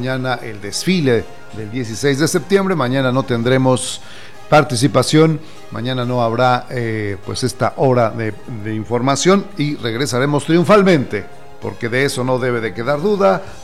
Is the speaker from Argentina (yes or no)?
no; Mexico; como mexicanos, ya sea en territorio nacional o en el extranjero.